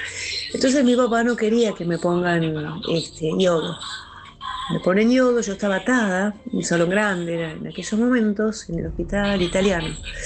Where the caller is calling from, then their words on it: Buenos Aires, Argentina; soy de Palermo.